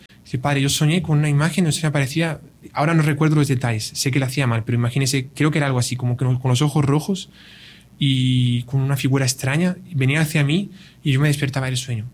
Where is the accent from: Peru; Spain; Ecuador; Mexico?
Spain; also born or lived in Brazil; now in Salvador; en Brasil yo estuve mucho tiempo, aunque soy de España y estoy ahora en Salvador